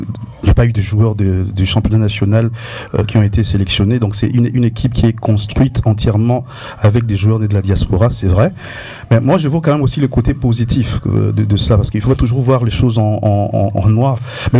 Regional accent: DR Congo; c'est en tant que Congolais, ça crée quand même une fierté.

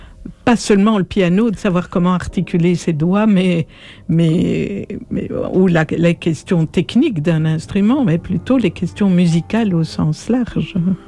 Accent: Belgium; Je suis belge, mais je suis d'origine suisse et arménienne … ma mère était suisse.

